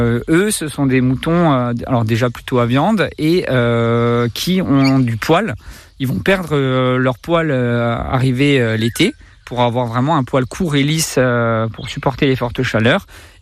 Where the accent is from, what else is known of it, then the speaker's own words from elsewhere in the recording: Corsica, France; Alors oui, moi je suis pas né en Corse, mais j'ai grandi en Corse. Je suis en Corse depuis la maternelle, hein, sur le Nebbio.